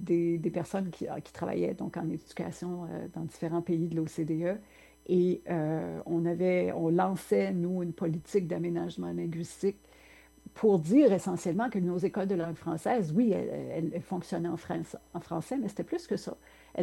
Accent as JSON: {"language": "French", "region": "Ontario", "country": "Canada", "also_born_or_lived": "Montreal"}